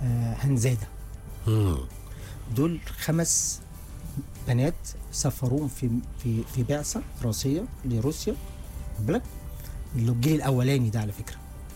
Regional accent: Egypt; احنا مصريين

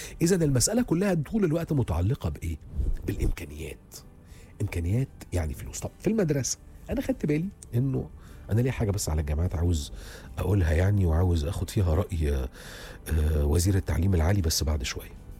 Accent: Egypt; لينا كمصريين،

